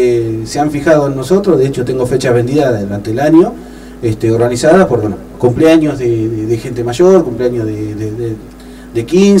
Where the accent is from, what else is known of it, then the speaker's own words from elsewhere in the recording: General Conesa, Argentina; somos de acá de General Conesa, de este pueblo tan chiquito, pero bueno, con un corazón gigante